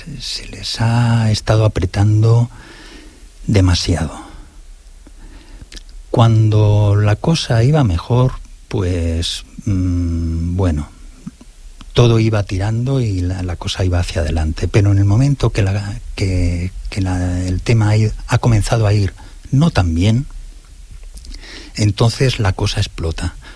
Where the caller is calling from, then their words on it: Sant Boi de Llobregat, Catalonia, Spain; yo soy de Ciudad Cooperativa